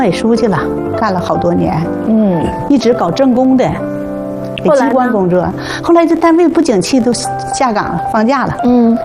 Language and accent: Chinese; Qiqihar, Heilongjiang, China; now in Beijing, China; 黑龙江省齐齐哈尔。